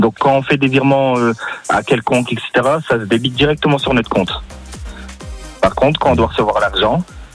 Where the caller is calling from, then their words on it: Dunkirk, Hauts-de-France, France; Moi, je suis de Dunkerque.